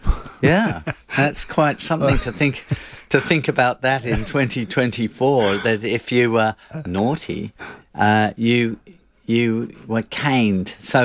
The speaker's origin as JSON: {"language": "English", "country": "Australia", "said": "I was rubbished at the school I went to there for being Australian"}